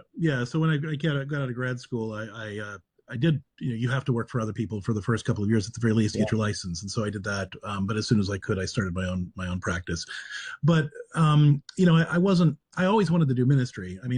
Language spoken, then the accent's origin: English; Clairton, Pennsylvania, United States; also born or lived in Ohio; I grew up in Clairton, Pennsylvania, which is the first place that The Deer Hunter was filmed.